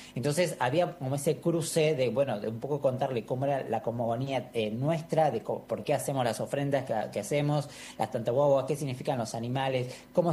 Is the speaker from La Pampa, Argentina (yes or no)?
no; Valle Grande, Jujuy, Argentina; soy de Valle Grande